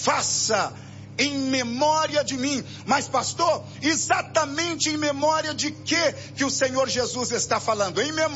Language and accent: Portuguese; Brazil; Nós somos brasileiros.